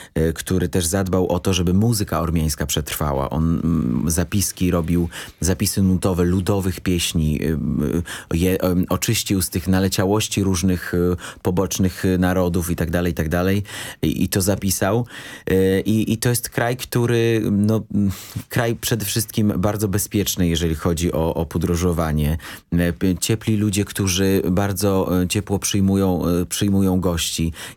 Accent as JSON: {"language": "Polish", "region": "Ararat", "country": "Armenia", "lives_now": "Poland", "said": "Ja akurat pochodzę z prowincji Araratu, z mojego domu widać piękny Ararat."}